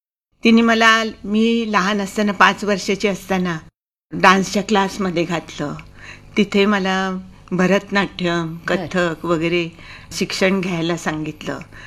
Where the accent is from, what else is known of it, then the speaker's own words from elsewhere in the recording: Kolhapur, Maharashtra, India; also born or lived in Mumbai; माझा जन्म मुंबईत झाला आणि काही थोड्या दिवसांनी माझे आईवडील आम्हाला कोल्हापूरला घेऊन गेले. आणखीन मी तिथेच कोल्हापूरमध्ये कलानगरीमध्ये लहानाची मोठी झाले.